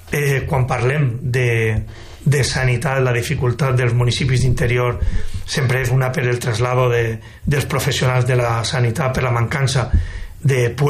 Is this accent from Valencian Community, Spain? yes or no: yes; Vinaròs, Valencian Community, Spain; born there; Jo soc fill de Guàrdia Civil, vaig néixer en el quartel de Vinaròs, d'aquí, d'esta localitat. Tinc 47 anys